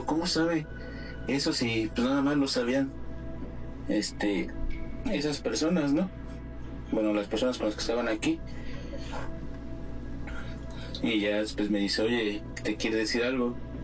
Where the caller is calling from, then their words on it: Toluca, State of Mexico, Mexico; De aquí de Toluca